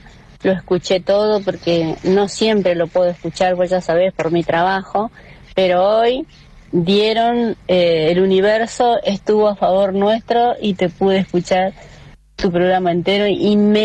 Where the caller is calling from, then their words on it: Capitán Sarmiento, Buenos Aires Province, Argentina; de Capitán Sarmiento